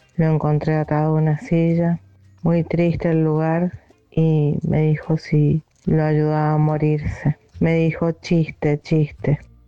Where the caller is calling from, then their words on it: Mendoza, Argentina; de Mendoza